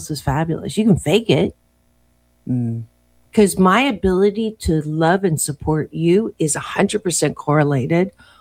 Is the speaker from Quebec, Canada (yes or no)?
no; Kitchener, Ontario, Canada; born there; I was born in Kitchener, Waterloo, Jennifer. And so we had to learn French until second grade. It was mandatory. So j'ai oublié. I've forgotten almost everything.